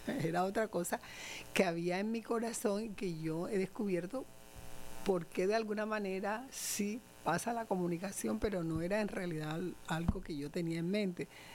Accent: Barranquilla, Atlántico, Colombia; also born or lived in Puerto Escondido, Córdoba, Colombia; Estudié en Barranquilla, nací en Puerto Escondido, pero la familia se fue estando yo muy niña para Barranquilla. Tengo los dos, el corazón lo comparto entre Puerto y entre Barranquilla. ¿Qué te digo? En Barranquilla terminé también bachillerato

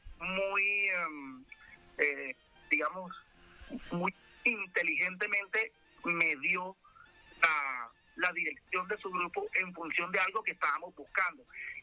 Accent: Cereté, Córdoba, Colombia; now in Bogotá, Colombia; cuando yo salgo de Córdoba, de mi terruño, de Cereté, y vengo a Bogotá

